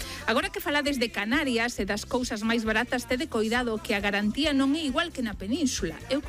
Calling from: Arteixo, Galicia, Spain; de Arteixo.

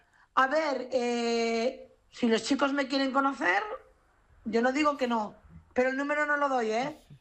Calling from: Marín, Galicia, Spain; de Marín.

